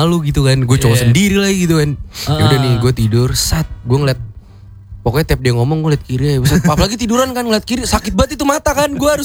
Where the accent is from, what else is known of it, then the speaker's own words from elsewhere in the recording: Meruya, Jakarta, Indonesia; Ini kan kita orang Meruya. Kita kan orang Meruya nih.